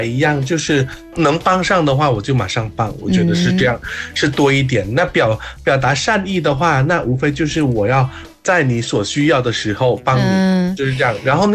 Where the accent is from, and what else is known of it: Thailand; Chinese is a second language